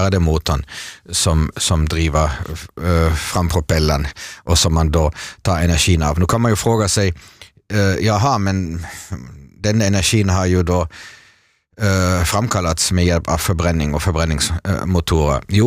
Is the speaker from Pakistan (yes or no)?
no; Mönchengladbach, North Rhine-Westphalia, Germany; Swedish is a second language; now in Sweden; och jag talade med min bror som bor i Mönchengladbach vid holländska gränsen. Där är det redan nu tidigt på morgon 30 grader och förväntas idag 39 grader. Jag har ju vuxit upp där och tillbringar min barndom